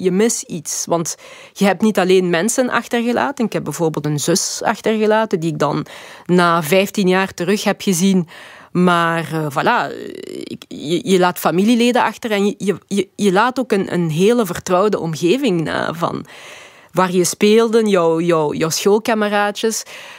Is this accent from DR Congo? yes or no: yes; DR Congo; first language Lingala; Dutch is a second language; Lingala is eigenlijk mijn moedertaal. Een moedertaal die ik vandaag niet meer zo goed spreek. Ik spreek beter Nederlands dan Lingala